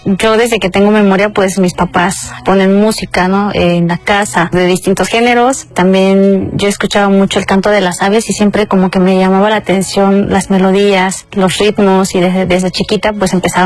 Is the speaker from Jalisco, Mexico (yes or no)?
no; Oaxaca, Mexico; Bueno, allá es muy bonito en todos los aspectos. Tenemos una gran variedad de gastronomía